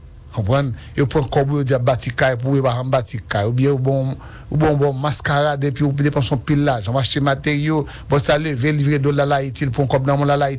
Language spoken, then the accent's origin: French; Haiti; Même si je suis haïtien, mon frère.